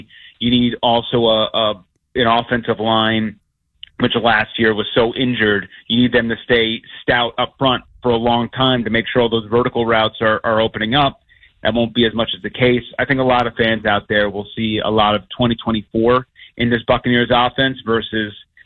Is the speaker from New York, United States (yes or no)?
yes; New York, United States; And then I grew up on Long Island. So this NBA Finals really hits home for me as I see both worlds.